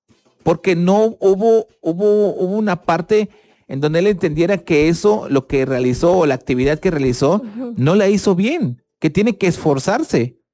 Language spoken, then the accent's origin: Spanish; Chiapas, Mexico; Somos doblemente mexicanos, la anexión de Chiapas a México y el grito de independencia.